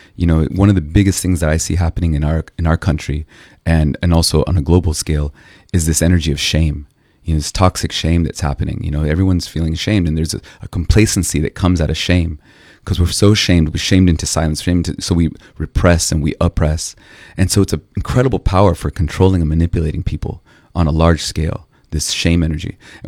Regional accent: São José dos Campos, São Paulo, Brazil; born there; English is a second language; Yeah, São José dos Campos in São Paulo, Brazil. Yeah, my father's from Mexico, and my mother's Brazilian, Mineira. And so I grew up kind of between worlds, if you could say.

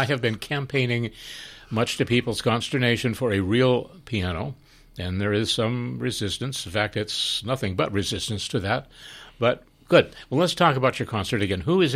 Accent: Chimacum, Washington, United States; in Chimicum, my hometown

